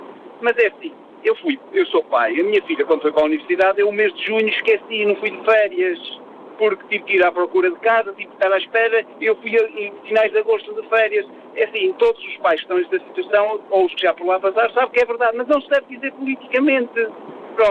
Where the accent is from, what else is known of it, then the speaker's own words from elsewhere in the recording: Portugal; Enquanto nós, portugueses, não tivermos essa percepção do que é uma transmissão de Estado, vamos ter sempre muro de lamentações.